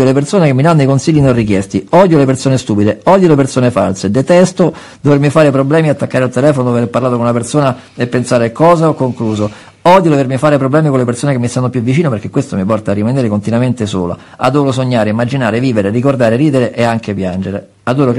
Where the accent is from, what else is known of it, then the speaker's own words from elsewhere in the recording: Rome, Lazio, Italy; essendo anch'io cresciuto a Roma Nord, avendo frequentato scuole simili